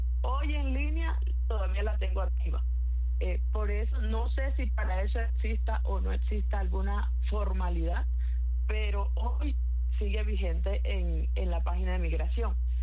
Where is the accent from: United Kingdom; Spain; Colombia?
Colombia; instaurarse en Estados Unidos una narrativa como me lo hicieron aquí en Colombia, como lo han instaurado aquí en mi país.